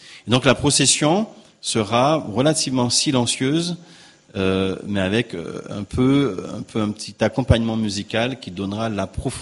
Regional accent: Guadeloupe; certes, petit pays que nous sommes, petite île que nous sommes de la Guadeloupe, eh bien, nous prions pour la paix

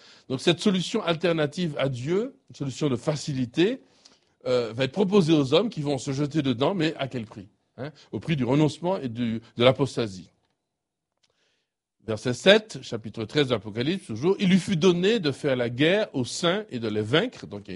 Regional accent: Martinique; comme on dit chez nous en Martinique, la terre n'a pas capoté

